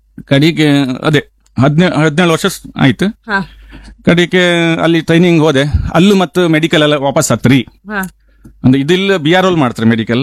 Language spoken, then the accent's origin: Kannada; Karnataka, India; ನಾವು ಈ ಕನ್ನಡದವ್ರು ಸ್ವಲ್ಪ ಮಾತಾಡ್ತಾರೆ ಹಿಂದಿ